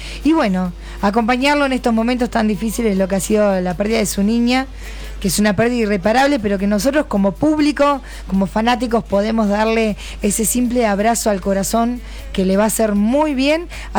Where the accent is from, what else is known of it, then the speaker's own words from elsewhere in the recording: Uruguay; yo como compatriota uruguaya